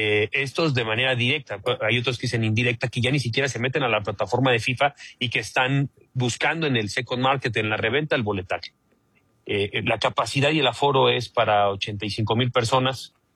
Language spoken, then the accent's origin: Spanish; Mexico; Lo recibimos como somos los mexicanos